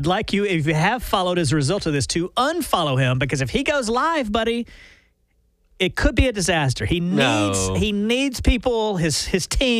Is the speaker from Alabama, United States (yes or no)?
yes; Tallassee, Alabama, United States; My hometown of Tallahassee, Alabama.